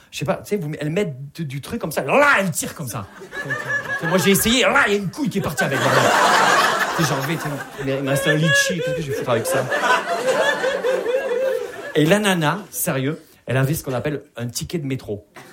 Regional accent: Perpignan, Occitanie, France

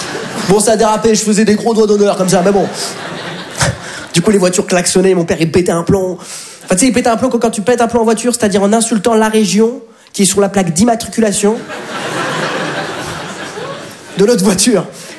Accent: France; Je dis, mais papa, mais on est de France.

